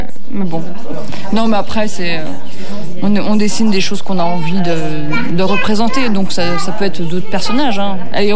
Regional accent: Saint-Etienne, Auvergne-Rhône-Alpes, France; Saint-Etienne.

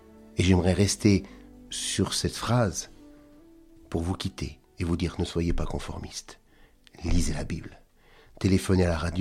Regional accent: Normandy, France

